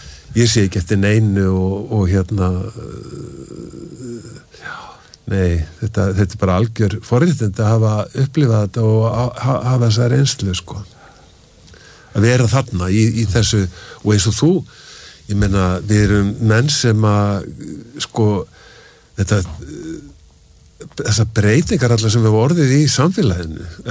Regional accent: Bolungarvik, Westfjords, Iceland; ég er fæddur í Bólungavík og hérna, og þá vorum við, byggum við á svona íbúð í Bólungavík

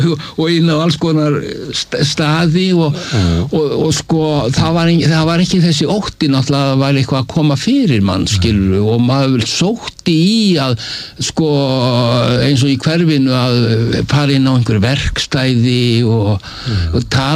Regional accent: Reykjavík, Capital Region, Iceland; þegar ég er sko unglingur svona 14 ára þá flytt ég upp í Breiðholtið og þá ég er svona landnemi á þessum tveimur í þessum tveimur hverfum

